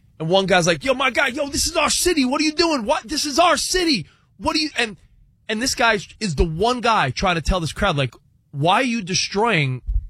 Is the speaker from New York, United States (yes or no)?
yes; New York, United States; I'm from New York.